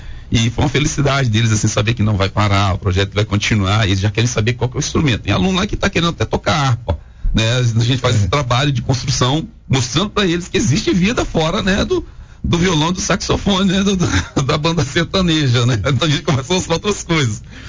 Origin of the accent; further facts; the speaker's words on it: Paraná, Brazil; born there; moved away; also born or lived in Espírito Santo; eu nasci no interior do Paraná, nós éramos da Boia Fria.